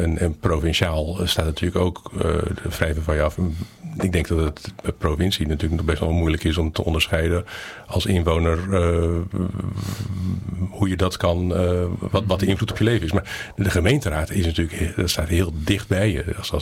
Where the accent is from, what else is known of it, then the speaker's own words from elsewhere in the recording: Bodegraven, South Holland, Netherlands; Ik kom uit Bodegraven.